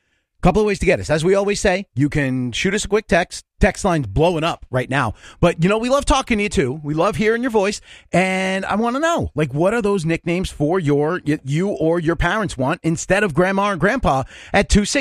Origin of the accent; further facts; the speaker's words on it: New York, United States; I grew up in New York